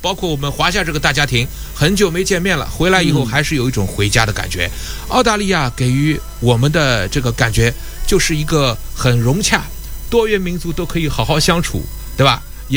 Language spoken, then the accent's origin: Chinese; Shanghai, China; 因为我是上海的